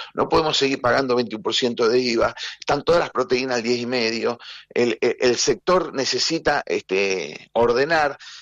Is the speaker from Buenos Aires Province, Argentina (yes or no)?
yes; Marcos Paz, Buenos Aires Province, Argentina; Yo en Marcos Paz, que soy de Marcos Paz, prácticamente hoy son muy pocos los que siembran maíz.